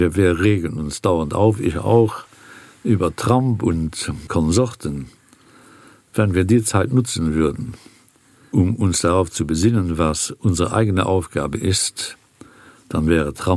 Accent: United Kingdom; German is a second language; dann muss ich sagen, als ein Brite, der den Euro gerne hätte, aber nicht darf, weil seine Regierung dagegen ist, dann kriegt auch ihr den Euro nie.

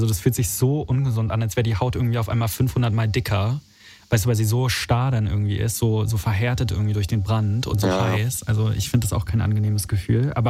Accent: Berlin, Germany

